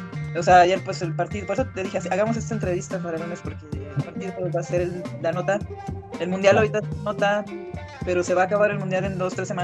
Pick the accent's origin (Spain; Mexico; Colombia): Mexico; northern Mexico; yo como buena norteña no crecí con nada del sonidero